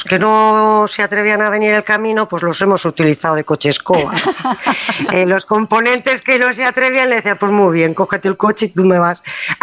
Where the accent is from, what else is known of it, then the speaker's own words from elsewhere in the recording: Alicante, Valencian Community, Spain; also born or lived in Murcia; hemos pasado un poquito, pero venimos de Alicante y Murcia.